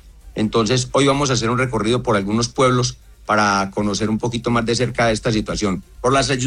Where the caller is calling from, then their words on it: Pereira, Risaralda, Colombia; como colombianos que somos, que nos caracteriza la unión.